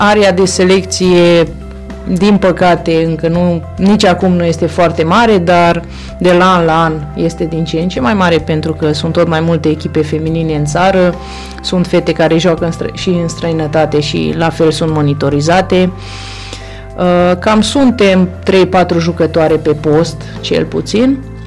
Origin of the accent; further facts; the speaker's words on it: Mureș County, Romania; din județul Mureș, da, sunt singura de foarte mulți ani, pentru că eu provin de aici.